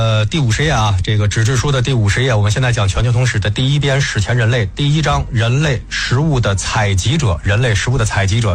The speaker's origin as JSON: {"language": "Chinese", "country": "China", "said": "我们中国人最熟悉农耕民族的这样的一种生活方式和我们的整个的这个文化背景。"}